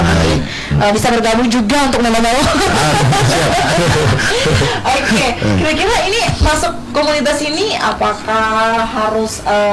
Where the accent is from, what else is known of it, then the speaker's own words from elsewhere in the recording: Nabire, Central Papua, Indonesia; kami warga Nabire mengucapkan banyak terima kasih sih ya